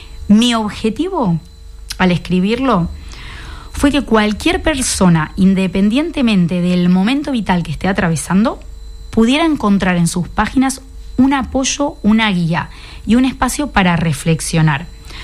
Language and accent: Spanish; Junín, Buenos Aires Province, Argentina; Desde muy, muy pequeñita, siempre, en mi ciudad, yo soy de Junín, provincia de Buenos Aires, estaba siempre lleno mi ciudad de mariposas.